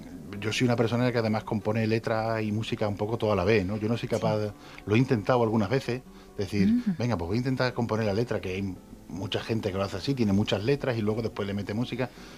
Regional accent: Extremadura, Spain; Dedicadas a las zonas donde yo me crié de pequeño, a Extremadura en general, a los olores de mi tierra, a la gente que ha vivido aquí.

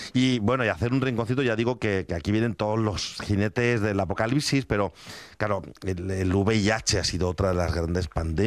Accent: Spain

